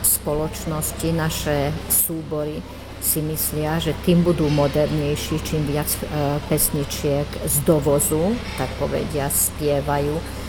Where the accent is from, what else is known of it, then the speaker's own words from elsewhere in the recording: Pilis, Hungary; ja pochádzam z druhej strany vrchu, kde máme trošku iné nárečie ako v Kestúci